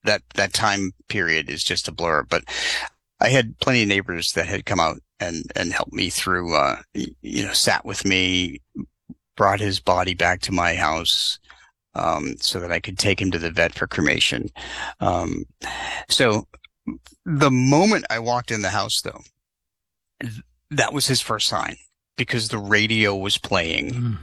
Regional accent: New England, United States; I grew up in New England

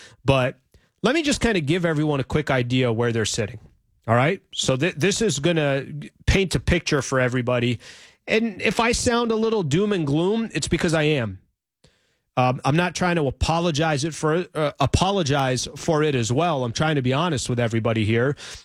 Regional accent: San Diego, California, United States; I'm from San Diego, so I enjoy covering the San Diego Padres.

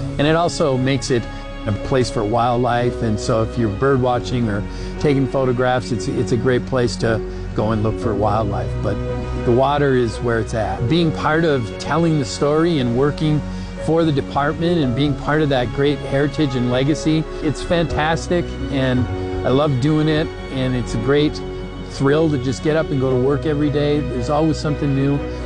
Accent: Michigan, United States; I grew up in the Upper Peninsula and I loved wildlife and parks.

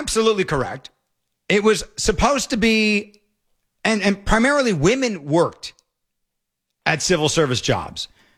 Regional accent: New England, United States; now in San Diego, United States; I grew up in New England as well

